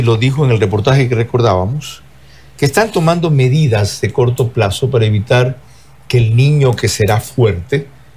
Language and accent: Spanish; Manabí, Ecuador; Corcovea el caballo, decimos los montubios manavitas de mi tierra.